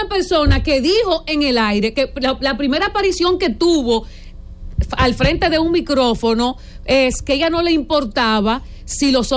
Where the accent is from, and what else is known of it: La Vega, Dominican Republic; born or raised there